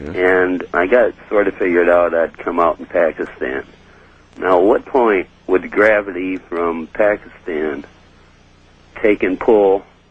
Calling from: Sleepy Hollow, Texas, United States; I'm in Sleepy Hollow, Texas.

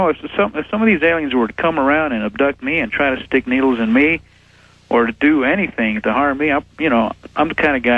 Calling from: El Paso, Texas, United States; I'm calling from El Paso, Texas.

